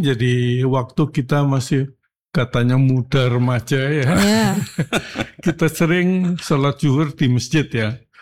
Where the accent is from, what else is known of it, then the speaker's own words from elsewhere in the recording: Surabaya, East Java, Indonesia; now in Medan, Indonesia; Surabaya itu kampung saya ya.